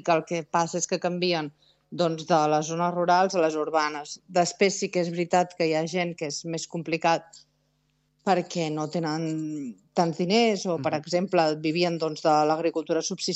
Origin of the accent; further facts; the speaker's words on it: Celrà, Catalonia, Spain; now in Ouagadougou, Burkina Faso; a Celrà, que és el meu poble d'on soc.